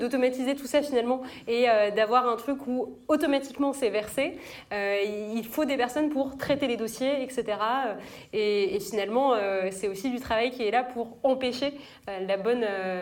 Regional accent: France; chez nous en France.

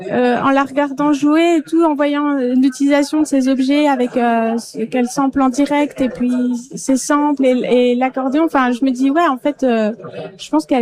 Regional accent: Scy-Chazelles, Grand Est, France; je suis de Metz, enfin de Sichazel, plus exactement.

